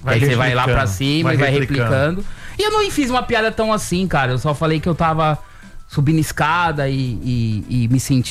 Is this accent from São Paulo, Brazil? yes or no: yes; São Paulo, Brazil; moved away as an adult; now in Braga, Portugal; eu sou paulistano, né?